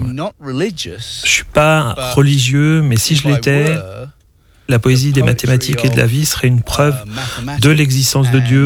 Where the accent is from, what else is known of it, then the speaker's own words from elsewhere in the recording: England, United Kingdom; French is a second language; Malheureusement, je suis anglais.